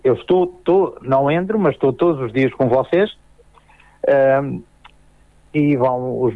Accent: Vila Nova de Poiares, Centro, Portugal; moved away; para a Vila Nova de Poiares, para a minha família, de onde sou oriundo.

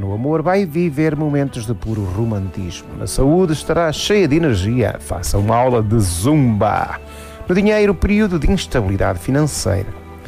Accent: Sequeiros, Portugal; um hino à minha terra

